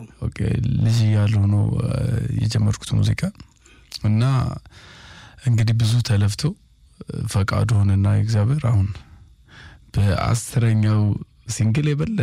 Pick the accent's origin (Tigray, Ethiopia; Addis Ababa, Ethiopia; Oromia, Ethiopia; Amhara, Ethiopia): Amhara, Ethiopia; Dessie; ከዛ ያው ደሴ ነው ተወልጄ ያደግኩት፣ ወደ ጦሳ ጠጋ እያልኩ እዛ ትንሽ መለማመድ